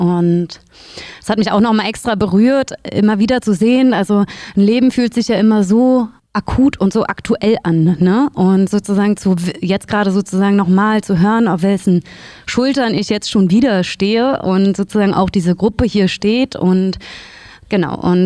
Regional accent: Brandenburg, Germany; ich bin seit 4-5 Jahren in der Gegend, bin eigentlich Brandenburgerin und bin aber auch in so einer kleinen Stadt wie diese hier aufgewachsen.

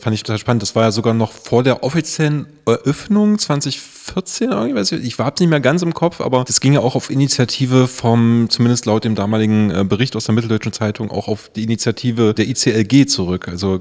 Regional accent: Plötz, Saxony-Anhalt, Germany; Ich war zu Besuch in meinem alten Heimatdorf in Plötz beim Sportverein Glück auf Plötz.

